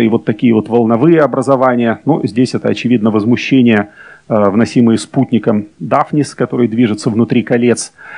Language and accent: Russian; Ulyanovsk Oblast, Russia; Я из Ульяновской области, поэтому мне это важно.